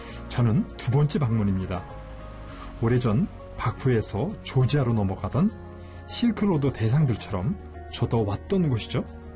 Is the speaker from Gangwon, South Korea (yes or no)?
yes; Gangwon, South Korea; 문득 제 고향인 강원도의 보리밭이 떠오릅니다.